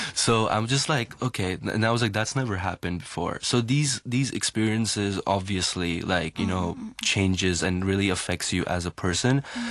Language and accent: English; India; I didn't like being from my own community. I didn't like who I am. I didn't like, like maybe being Indian.